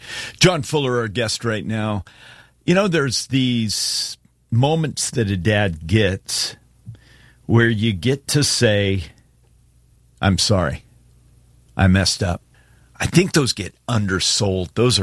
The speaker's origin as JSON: {"language": "English", "region": "Alaska", "country": "United States", "tie": "born or raised there", "said": "At first, I'm like, you know, being born and raised in Alaska and building things with dudes, I'm like, you really want to go?"}